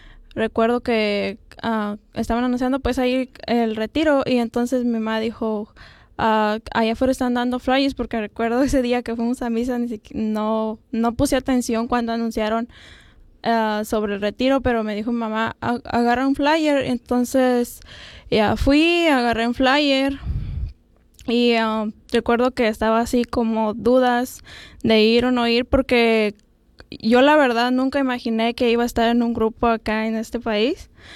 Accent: Mexico; moved away; hace como 2 años que llegué aquí a este país. Ya, yo soy de México.

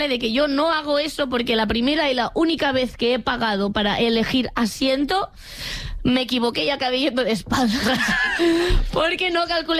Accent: Catalonia, Spain; y como persona catalana esto me

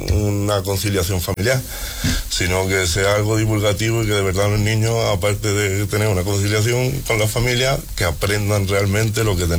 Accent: Fonelas, Andalusia, Spain; moved away as an adult; also born or lived in Granada; yo soy de Fonela

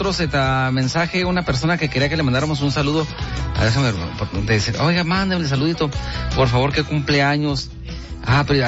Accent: Cuauhtémoc, Chihuahua, Mexico; moved away; andan en mi tierra.

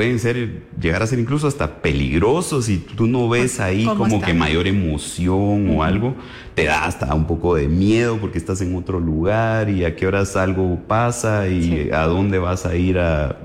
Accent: Guatemala; considero que en Guatemala somos los que mejor construimos.

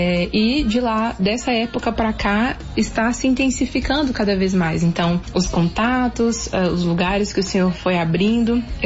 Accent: Belo Horizonte, Minas Gerais, Brazil; moved away as an adult; now in Marajó, Brazil; Eu sou de BH, morava em BH até então.

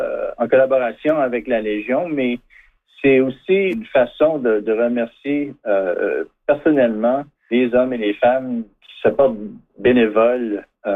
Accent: Canada; en tant que Canadien.

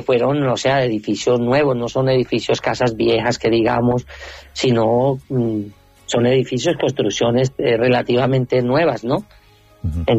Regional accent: Tuluá, Valle del Cauca, Colombia; Nosotros somos de Tuluá y la parroquia se llama la parroquia del Carmen, de los franciscanos, San Francisco de Asís.

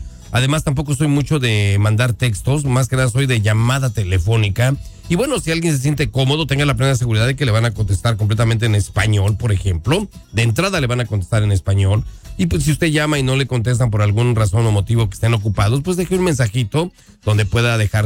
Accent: Mexico; porque tú eres orgullosamente cubana, yo soy orgullosamente mexicano

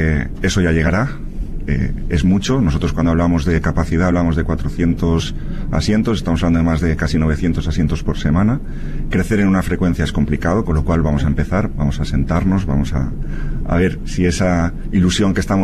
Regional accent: Mallorca, Balearic Islands, Spain; Yo soy de Mallorca.

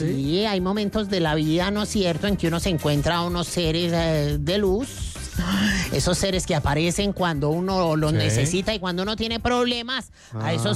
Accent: Colombia; Y ha sido el ejemplo este mes que nos ha puesto a prueba como colombianos, como compatriotas

